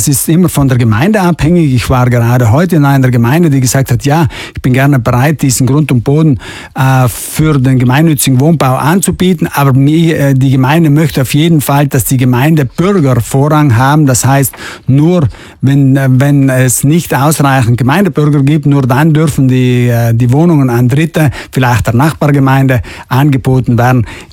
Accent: Trentino-Alto Adige, Italy; Und zum anderen sind wir Südtiroler sehr verwöhnt, was die Ausstattungsqualität anbelangt.

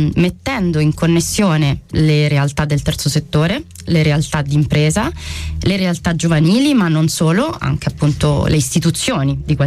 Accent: Rome, Lazio, Italy; Io sono di Roma.

